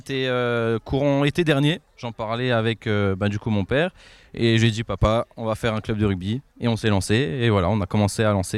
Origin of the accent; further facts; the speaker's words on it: Grand Est, France; Chez nous, en Alsace, on a beaucoup de foot. Comme dans chaque village, il y a un club de foot.